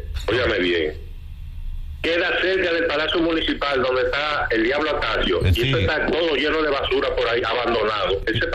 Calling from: Santo Domingo Este, Santo Domingo, Dominican Republic; de los Mameyes, Santo Domingo.

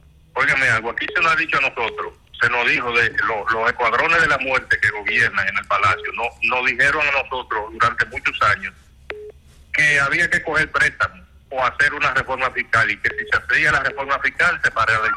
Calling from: Santo Domingo, Dominican Republic; de la capital.

